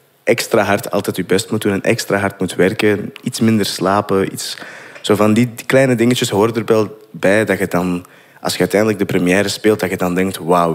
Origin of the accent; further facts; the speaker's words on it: Turnhout, Flanders, Belgium; Ja, ik ben van Turnhout.